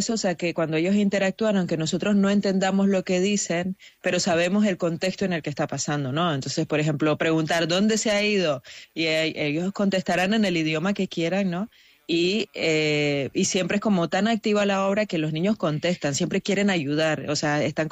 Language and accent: Spanish; Nicaragua; moved away as an adult; now in Irún, Spain; Yo soy de Nicaragua. Yo llegué hace 8 años a Irún y he tenido que aprender euskera.